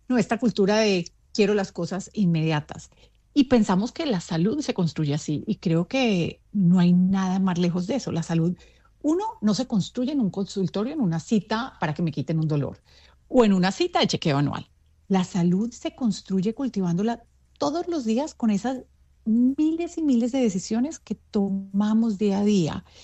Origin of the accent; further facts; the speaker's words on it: Medellín, Antioquia, Colombia; also born or lived in United States; now in Miami, United States; he vivido ya muchos años acá en Estados Unidos, estudié acá en Estados Unidos, voy mucho a Medellín, soy de Medellín, como lo dijiste, somos compatriotas, y vivo entre México y Miami hoy en día.